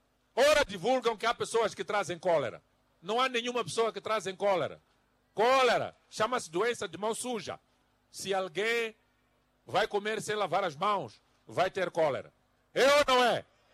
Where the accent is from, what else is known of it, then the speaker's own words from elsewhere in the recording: Mozambique; Por isso, nós, como moçambicanos, quero terminar para vos dizer que temos que continuar unidos